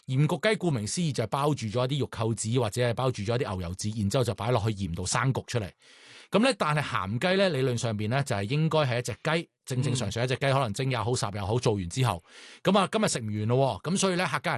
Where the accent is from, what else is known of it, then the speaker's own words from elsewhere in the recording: Guangdong, China; 我哋广东人呢是会叫一啲蛋呢就叫春。